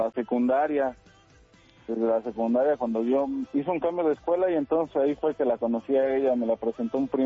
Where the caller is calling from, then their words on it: Mexico City, Mexico; Desde la alcaldía Tláhuac.